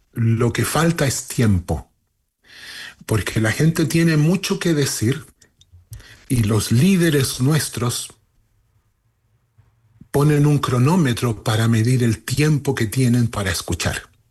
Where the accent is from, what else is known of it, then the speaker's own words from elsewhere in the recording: Chile; now in Lillehammer, Norway; Soy chileno, sí. Y he estado primero en el exilio y después trabajando en forma voluntaria desde más de 50 años.